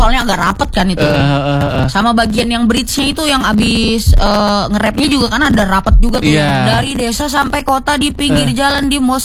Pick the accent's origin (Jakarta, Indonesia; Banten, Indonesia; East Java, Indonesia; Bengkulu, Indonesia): Jakarta, Indonesia; born there; Aku lahir di Jakarta, tetapi mamaku orang almarhum mamaku orang Bangka.